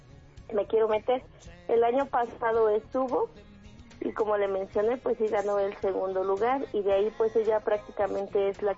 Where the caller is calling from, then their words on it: Nicolás Romero, State of Mexico, Mexico; Desde Nicolás Romero, Estado de México.